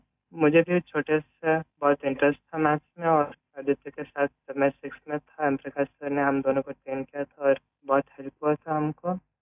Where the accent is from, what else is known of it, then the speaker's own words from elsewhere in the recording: Pune, Maharashtra, India; मैं पुणे से हूँ